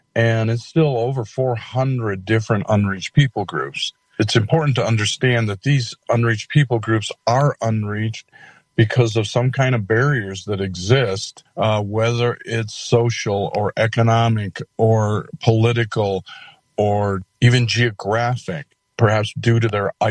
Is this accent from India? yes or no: yes; India